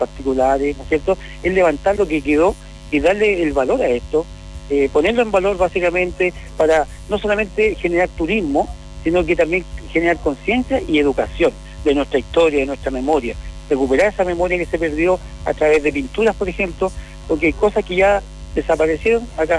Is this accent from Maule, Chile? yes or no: no; Coronel, Biobío, Chile; yo vengo de Coronel